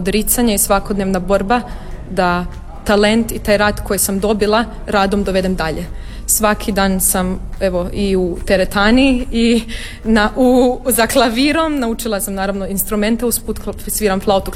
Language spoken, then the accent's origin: Croatian; Varaždin, Varaždin County, Croatia; moved away as an adult; now in Vienna, Austria; Počela sam kao mala djevojčica u Varaždinu i zato su moji roditelji vidjeli da imam talent i rekli su, pa dobro, ajde, idi pjevaj.